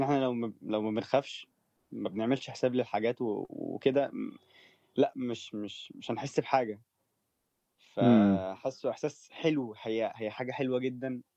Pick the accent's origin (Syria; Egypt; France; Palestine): Egypt; احنا بجد كمصريين شطار قوي في الأمثلة